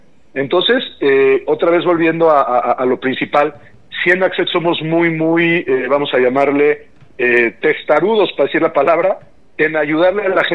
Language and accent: Spanish; Mexico